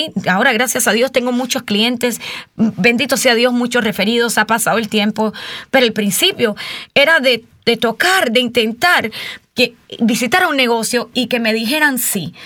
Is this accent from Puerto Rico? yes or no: no; Cuba